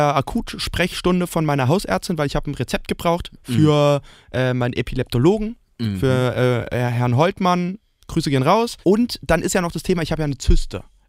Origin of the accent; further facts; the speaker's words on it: Berlin, Germany; als Berliner